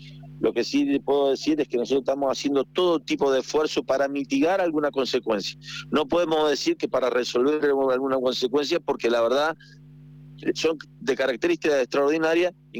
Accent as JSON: {"language": "Spanish", "region": "San Juan", "country": "Argentina", "said": "todos los que somos sanjuaninos"}